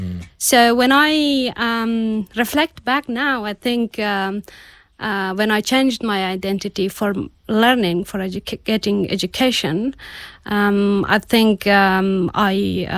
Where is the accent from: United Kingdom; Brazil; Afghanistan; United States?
Afghanistan; Bamiyan; I grew up in the Taliban first role in a very rural area in Bamiyan province. I'm coming from Hazara community.